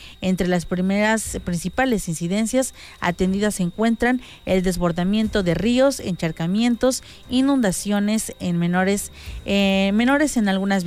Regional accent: Mexico; Creo que es esa música que nos inspira siempre como mexicanos a sentirnos orgullosos de lo que se vive en las comunidades.

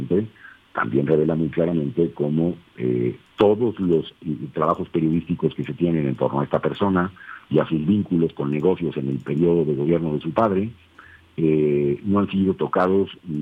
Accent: Puebla, Mexico; born there; yo nací en Puebla, soy orgullosa y salvajemente poblano, primero.

